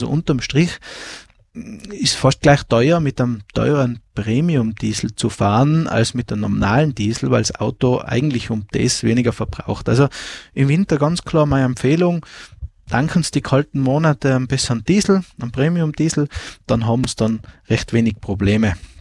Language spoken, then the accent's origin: German; Tyrol, Austria; dann wird es das erste Mal in den Alpen zu Hause kalt, zum Beispiel bei uns in Tirol.